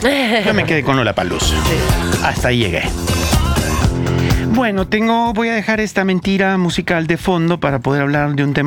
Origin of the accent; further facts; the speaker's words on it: El Salvador; Yo crecí en El Salvador